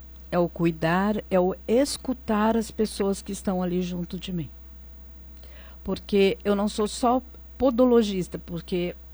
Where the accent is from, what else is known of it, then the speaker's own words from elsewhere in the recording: Roseira, São Paulo, Brazil; Eu sou de Roseira.